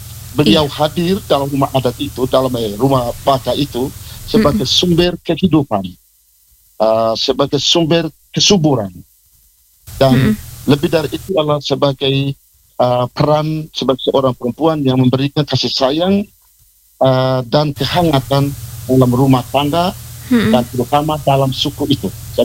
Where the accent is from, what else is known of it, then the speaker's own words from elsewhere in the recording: Aimere, East Nusa Tenggara, Indonesia; contoh saya itu dari Aimere.